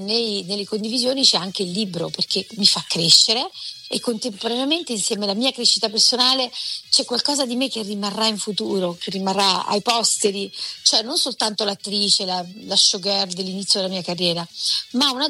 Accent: Torre Annunziata, Campania, Italy; born or raised there; now in Rome, Italy

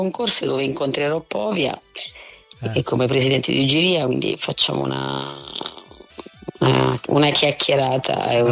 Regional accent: Lesina, Apulia, Italy; il primo concerto che faccio a Lesina, perché io mi esibisco un po' dappertutto, ma nel mio paese quasi mai.

